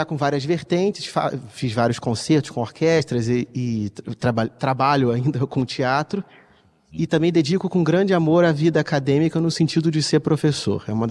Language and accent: Portuguese; Nova Iguaçu, Rio de Janeiro, Brazil; Eu sou de Nova Iguaçu, mesma cidade da Maria Tereza Madeira.